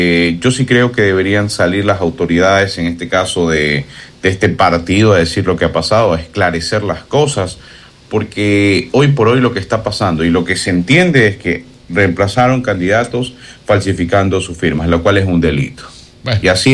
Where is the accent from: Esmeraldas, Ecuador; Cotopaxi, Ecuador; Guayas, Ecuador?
Guayas, Ecuador; Guayaquil; En estos momentos, en Guayaquil, en casita, yo soy de Guayaquil.